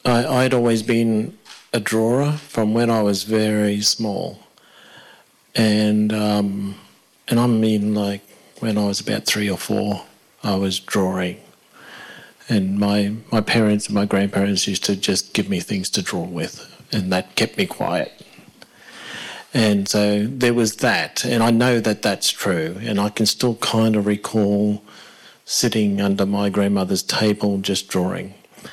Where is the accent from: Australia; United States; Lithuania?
Australia; Queensland; born there; I am a rainforest bummer. So I was born in North Queensland. I think of myself as a rainforest person.